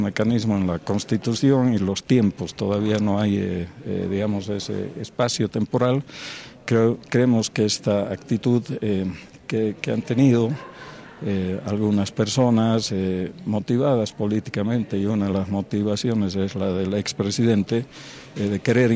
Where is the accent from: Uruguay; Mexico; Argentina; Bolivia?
Bolivia; los bolivianos y que encontremos el camino del diálogo como el camino fundamental para que nos entendamos como bolivianos, ¿no?